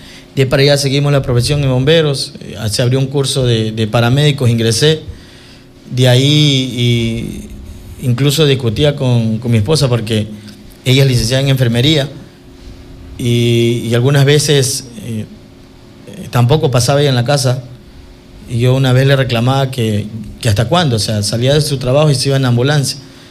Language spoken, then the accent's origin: Spanish; Quevedo, Los Ríos, Ecuador; born or raised there